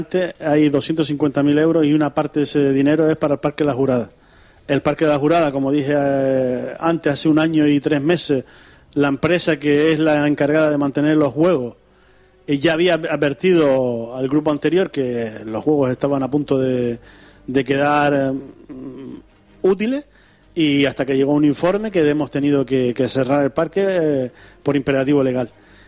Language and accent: Spanish; Canary Islands, Spain; nosotros, como buenos canarios